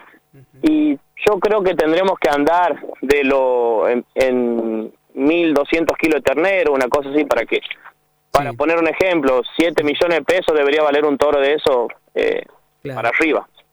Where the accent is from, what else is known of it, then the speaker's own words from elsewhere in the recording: Malbrán, Santiago del Estero, Argentina; yo soy acá, oriundo de Malbrán, vivo acá